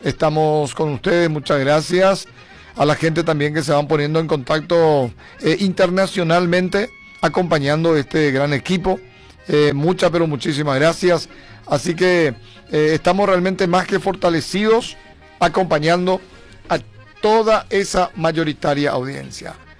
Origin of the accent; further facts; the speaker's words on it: Carapeguá, Paraguarí, Paraguay; todos somos de Carapeguá. Que viva Carapeguá